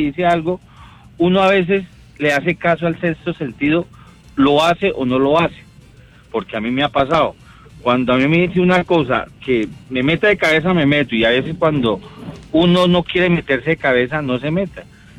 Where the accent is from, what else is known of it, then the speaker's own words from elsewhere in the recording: Bogotá, Bogotá D.C., Colombia; Sí, yo soy de aquí de Bogotá.